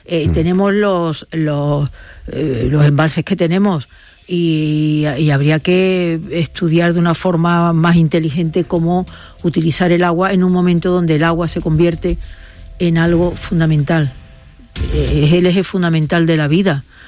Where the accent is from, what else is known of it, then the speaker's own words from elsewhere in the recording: Andalusia, Spain; mira que nosotras dos somos andaluces y venimos de una tierra con mucha guasa.